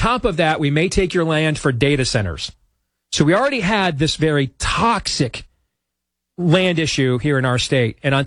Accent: Iowa, United States; born there; my home state

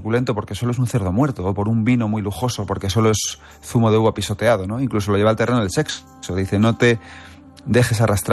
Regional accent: Manzanares, Castilla-La Mancha, Spain; Yo soy un pueblo de Ciudad Real muy chiquitín, de Manzanares. Bueno, no tan chiquitín, somos 15, 18 mil.

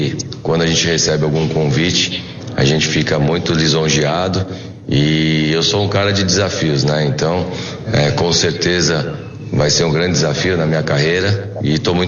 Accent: São Paulo, Brazil; Cara, eu sou aqui de São Paulo, né?

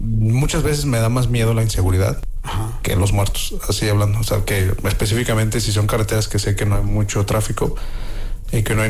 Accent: Villa de Reyes, San Luis Potosí, Mexico; Saludos a toda la banda de Villa de Reyes, que yo soy de Villa de Reyes.

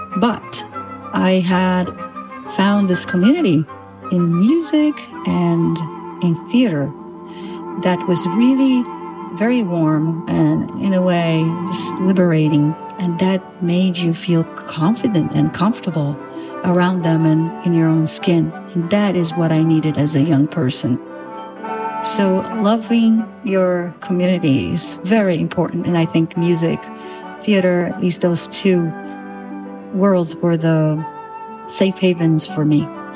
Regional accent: Brazil; I am from Brazil, and I grew up in the 80s and 90s, pre-internet

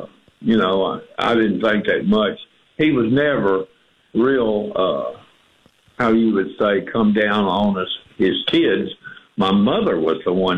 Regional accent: Bangor, Maine, United States; born or raised there; also born or lived in Mississippi

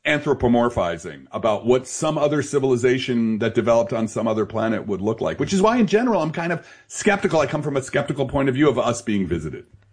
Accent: Belleville, New Jersey, United States

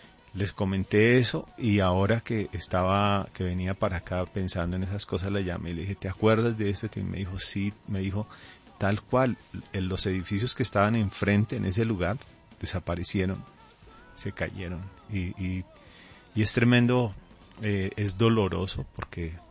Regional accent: Colombia; also born or lived in Caracas, Venezuela; De hecho, soy nacido en Caracas, criado aquí en Colombia desde los 2 años.

